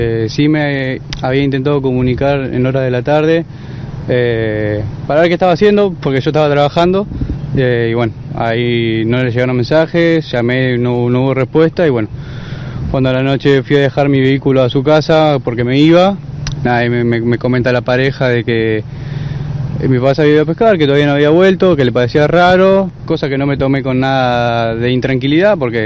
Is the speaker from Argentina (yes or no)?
yes; Plátanos, Buenos Aires, Argentina; Somos de acá de Plátanos.